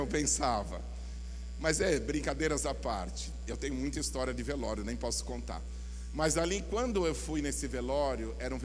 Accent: São Paulo, Brazil; moved away; Eu sou paulistano.

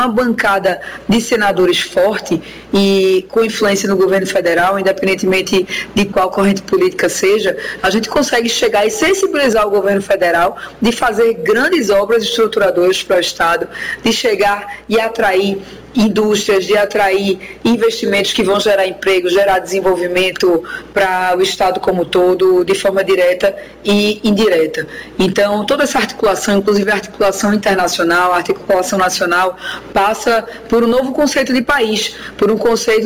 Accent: Pernambuco, Brazil; a gente é de Pernambuco

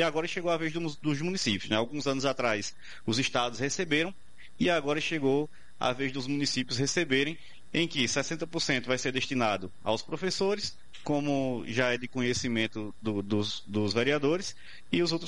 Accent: Alagoinha, Pernambuco, Brazil; Eu sou de Alagoinha

